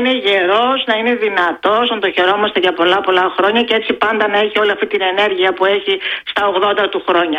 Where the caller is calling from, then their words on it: Thessaloniki, Central Macedonia, Greece; από Θεσσαλονίκη. … από τη Φτελιά Δράμας